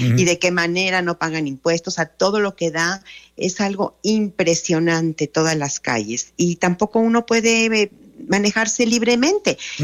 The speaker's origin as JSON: {"language": "Spanish", "country": "Mexico", "said": "Y me siento como mexicana tan impotente."}